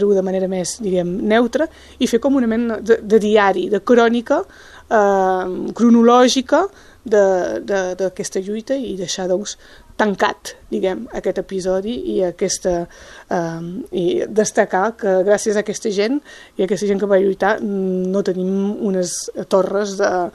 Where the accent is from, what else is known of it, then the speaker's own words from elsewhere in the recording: Baó, Occitania, France; Això és perquè sóc de Baó i que m'ha sortit del poble.